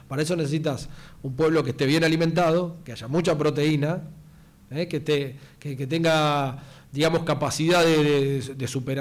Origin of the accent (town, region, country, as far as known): Argentina